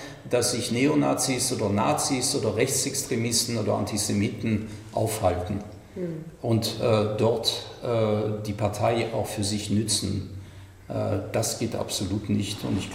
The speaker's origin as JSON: {"language": "German", "country": "France", "said": "Ich komme aus Frankreich."}